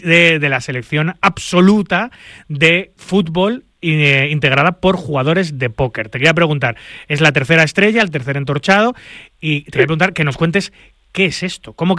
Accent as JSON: {"language": "Spanish", "country": "Spain", "said": "yo soy español, aquí quieres que te gane"}